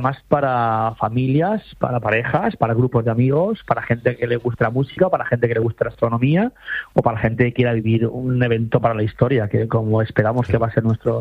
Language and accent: Spanish; Valencian Community, Spain; Yo como valenciano son las mejores que se hacen en Valencia, así.